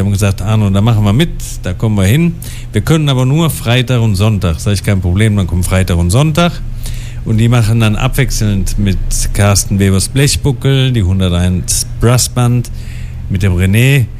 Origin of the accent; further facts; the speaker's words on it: Düren, North Rhine-Westphalia, Germany; born there; Aus Köln, genau. Also ich komme eigentlich aus Düren. Also eigentlich bin ich geboren in Birkesdorf bei Düren.